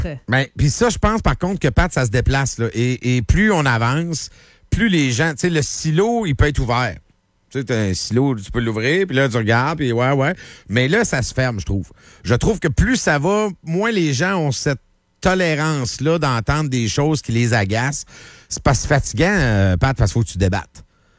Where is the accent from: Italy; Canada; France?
Canada; Quebec; Québécois, nous sommes Québécois.